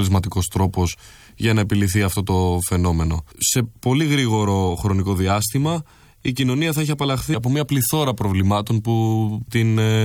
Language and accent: Greek; Crete, Greece; και εγώ είμαι από την Κρήτη, που είναι ένα πολύ ωραίο μέρος.